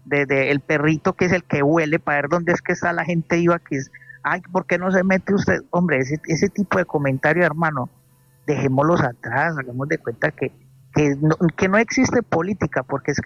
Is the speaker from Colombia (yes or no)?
yes; Medellín, Antioquia, Colombia; yo que nací en Medellín, yo tengo 48 años